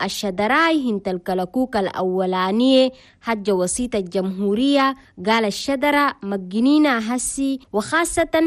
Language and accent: Arabic; Chad; الجانب البيئي الهو بيعتبر من الجوانب المهمة في بلدنا تشاد.